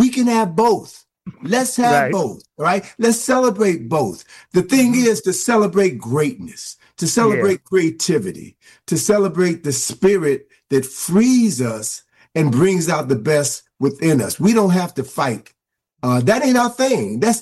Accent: Chicago, Illinois, United States; my hometown Chicago

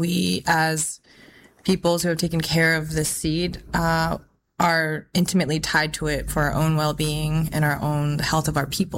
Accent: New York, United States; now in Mexico City, Mexico; I'm from the Seneca Nation, from the Cataragus.

